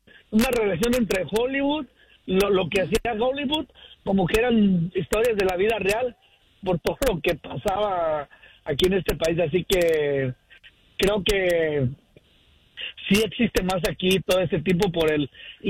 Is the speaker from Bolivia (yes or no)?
no; Mexico; now in Sacramento, United States; en mi país, México